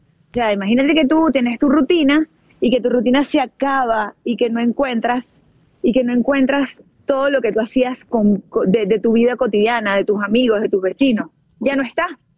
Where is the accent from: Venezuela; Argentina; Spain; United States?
Venezuela; nosotros, como venezolanos